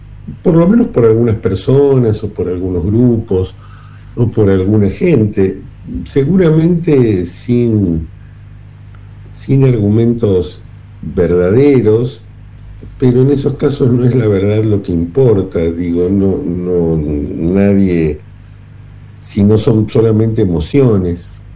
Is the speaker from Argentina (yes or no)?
yes; Argentina